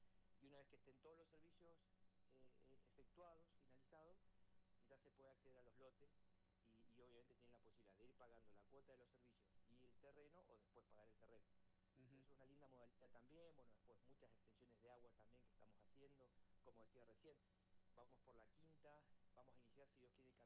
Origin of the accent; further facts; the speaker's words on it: Loncopué, Neuquén, Argentina; sueño con ver a mi pueblo progresar, desarrollarse, generar alternativas que resuelvan el problema grave de empleabilidad